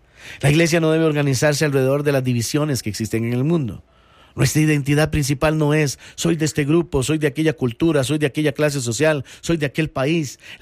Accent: Costa Rica; Y yo, queriendo ser un tico amable

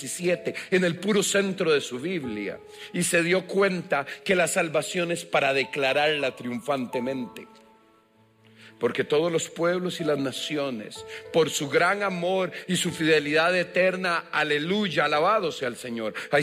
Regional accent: San Juan, Cartago, Costa Rica; ¿Saben de dónde, hermanos? De mi pueblo. En la provincia de Cartago, el cantón de La Unión, el distrito de San Juan, residencial Omega, sexta etapa.

